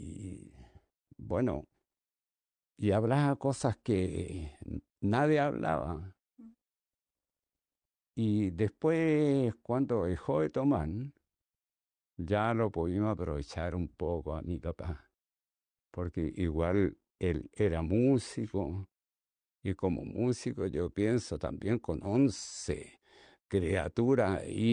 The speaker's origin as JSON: {"language": "Spanish", "town": "Lontué", "region": "Maule", "country": "Chile", "tie": "born there", "moved": "as an adult", "lives_now": "Santiago, Chile"}